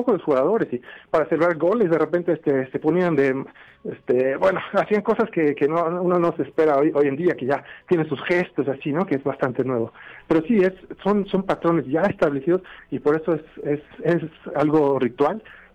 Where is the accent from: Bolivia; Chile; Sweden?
Sweden; now in Mexico; yo soy de Suecia originalmente